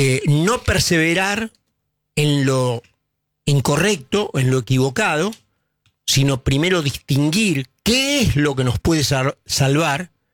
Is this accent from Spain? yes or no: no; Argentina